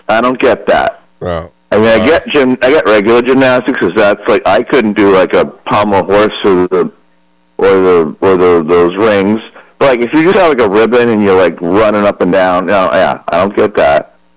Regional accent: United States; I was very, very proud of that as an American.

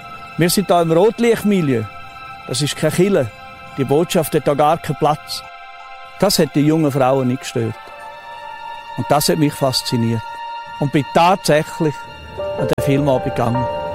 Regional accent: Switzerland; habe ich die Armeewaffe geladen, die ich als Schweizer Soldat in der Stube hatte.

